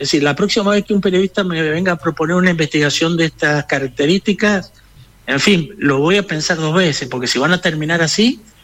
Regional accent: Mendoza, Argentina; tenemos muchos pobres en el Gran Mendoza

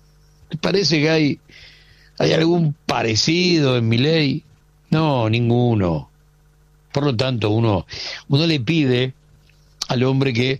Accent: Argentina

